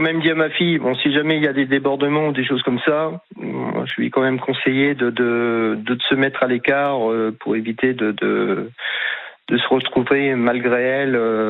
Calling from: Cherbourg, Normandy, France; Alors, je suis de Normandie, exactement à Cherbourg.

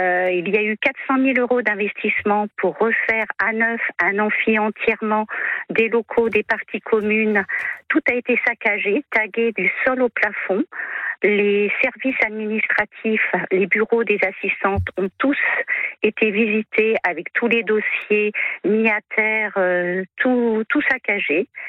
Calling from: Rennes, Brittany, France; Oui, je vous appelle depuis Rennes.

